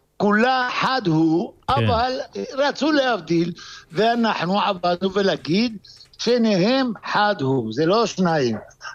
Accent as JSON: {"language": "Hebrew", "town": "Tangier", "region": "Tanger-Tetouan-Al Hoceima", "country": "Morocco", "tie": "born or raised there", "also_born_or_lived": "France / Israel", "moved": "yes", "lives_now": "Venezuela", "said": "אני גדלתי בטנג'יר, זו הייתה עיר בינלאומית. ואחר כך עברתי, גדלתי באוצר התורה, בישיבה של אוצר התורה בטנג'יר, ואחר כך עברתי לצרפת, ואחר כך למדתי בארץ, בישיבת שארית יוסף"}